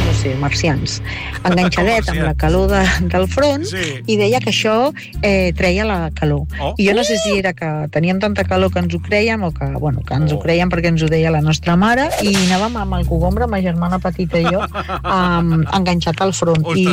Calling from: Massanes, Catalonia, Spain; de Massanes.

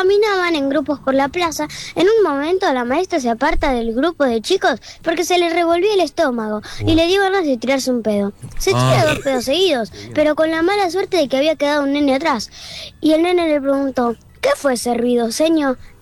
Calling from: Temperley, Buenos Aires Province, Argentina; de Temperley

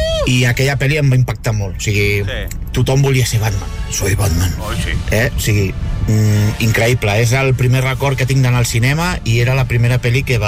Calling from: Badalona, Catalonia, Spain; de Badalona.

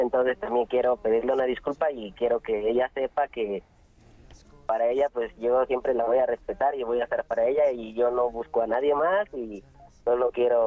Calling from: Nezahualcóyotl, State of Mexico, Mexico; ahorita estoy aquí en la FES Aragón de Nezahualcóyotl.

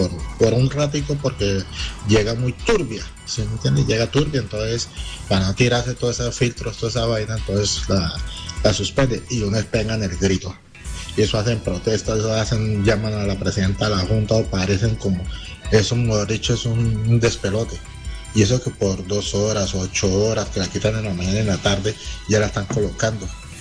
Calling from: Villavicencio, Meta, Colombia; Yo soy de Monte Carlo Salto.

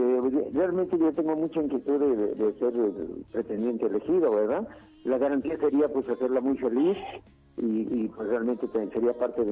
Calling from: Puebla, Mexico; Gabriel Escamilla, que es mi paisano, yo soy de Puebla.

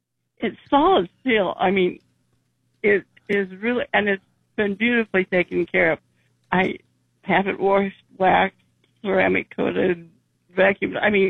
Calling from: Nebraska, United States; I'm from Nebraska, remember?

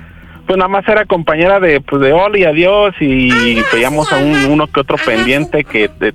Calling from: Guadalajara, Jalisco, Mexico; Tengo 40 años y soy de Guadalajara.

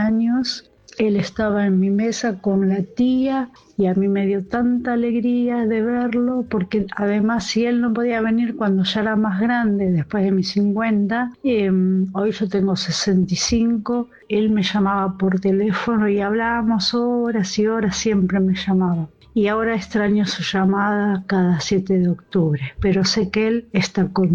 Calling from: San Antonio de Padua, Buenos Aires Province, Argentina

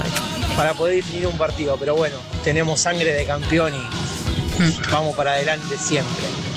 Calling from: Caseros, Buenos Aires Province, Argentina; de Caseros.

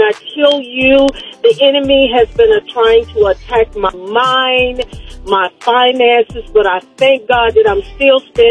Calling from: Charlotte, North Carolina, United States; I'm calling from Charlotte.

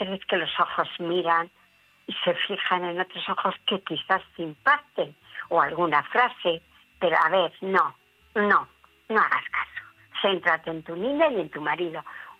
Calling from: León, Castile and León, Spain

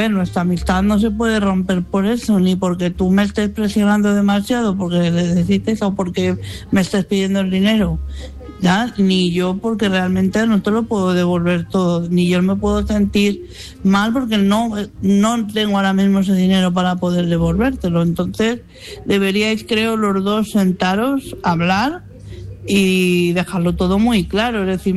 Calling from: Madrid, Community of Madrid, Spain; de Madrid.

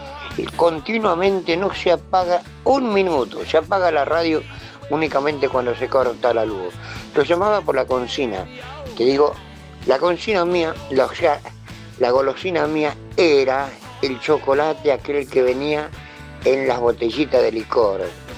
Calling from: González Catán, Buenos Aires Province, Argentina; soy de acá, de González Catán. Vivo solo, tengo 76 años.

